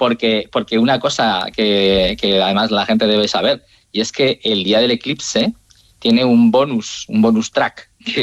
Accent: Turmiel, Castilla-La Mancha, Spain; Turmiel, Guadalajara

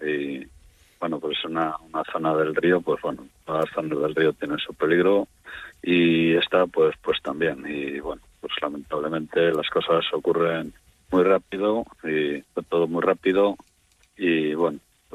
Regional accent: Venta de Baños, Castile and León, Spain; born there; Yo, mira, soy nacido aquí en Venta de Baños, sí.

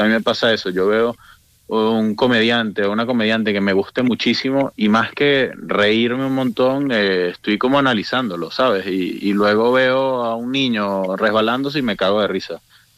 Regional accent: Venezuela; moved away as an adult; now in Spain; yo, bueno, que soy venezolano, viví hasta los 24 años en Venezuela, tengo 32, y desde los 24 vivo en España

